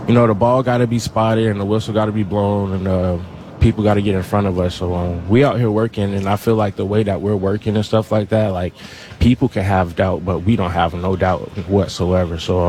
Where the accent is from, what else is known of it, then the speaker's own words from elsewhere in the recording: Florida, United States; moved away; Yeah, I'm from Florida